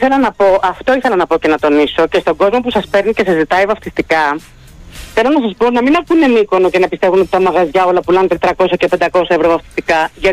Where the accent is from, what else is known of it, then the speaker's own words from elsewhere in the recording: Aigaleo, Attica, Greece; από Εγάλεο.